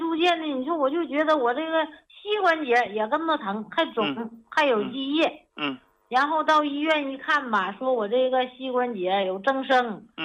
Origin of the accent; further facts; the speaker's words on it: Northeast China, China; 就是按我们东北那土话咋说，就是说筋疼的那种疼啊